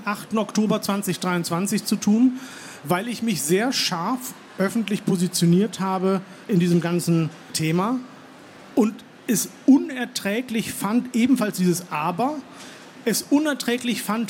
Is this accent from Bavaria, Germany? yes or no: no; Hollern-Twielenfleet, Lower Saxony, Germany; ist also auch gebürtig Muslimin, schiitisch. Und meine Eltern sind in den 80er Jahren in diesem kleinen Dorf Hollern-Twielenfleet, in dem ich groß geworden bin, das sehr evangelisch-lutherisch ist, konvertiert.